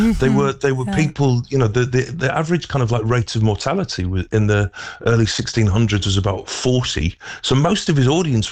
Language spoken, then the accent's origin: English; Stockport, North West England, United Kingdom; I'm from Stockport, I'm from the kind of suburban edges of Manchester, and it just meant a great deal to me to be able to go back home and to go to university at the heart of the city